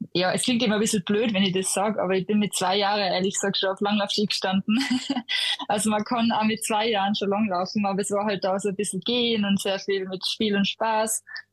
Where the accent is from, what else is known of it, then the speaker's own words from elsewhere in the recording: Innsbruck, Tyrol, Austria; also born or lived in Hall in Tirol; Geboren bin ich in Hall in Tirol, leben tue ich eigentlich schon seit ein Jahr alt bin in Innsbruck direkt, also eigentlich fast in der Stadt.